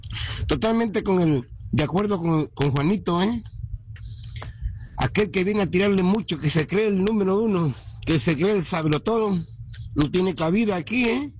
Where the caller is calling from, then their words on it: Las Vegas, Nevada, United States; Las Vegas